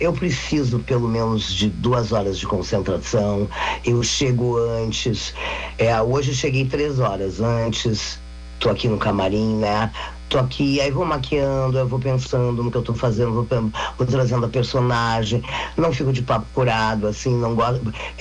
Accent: Rio Grande do Sul, Brazil; now in São Paulo, Brazil; nós somos gaúchos, ele veio para o Rio, eu fui morar em São Paulo

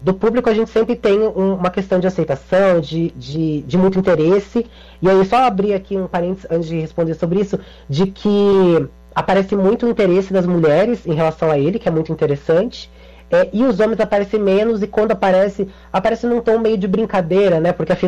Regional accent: Rio Grande do Sul, Brazil; Eu sou gaúcho.

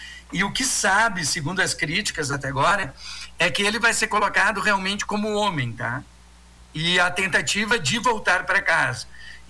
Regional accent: Caxias do Sul, Rio Grande do Sul, Brazil; eu sou de Caxias do Sul

